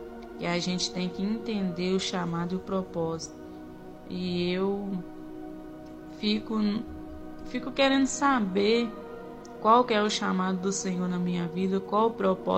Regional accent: Minas Gerais, Brazil; sou de Minas Gerais.

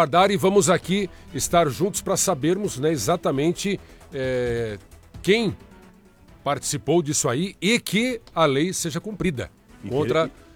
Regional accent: Castro, Paraná, Brazil; Lá na minha cidade também, Castro

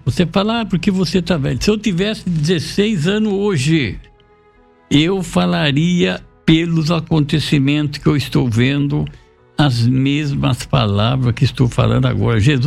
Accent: Brazil; se somos brasileiros, temos que ler na nossa língua.

